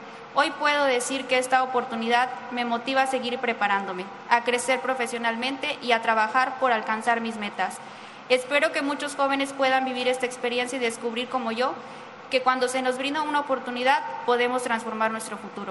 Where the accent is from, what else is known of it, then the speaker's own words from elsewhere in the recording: Ciudad Victoria, Tamaulipas, Mexico; soy originaria de Ciudad Victoria, Tamaulipas. Tengo 27 años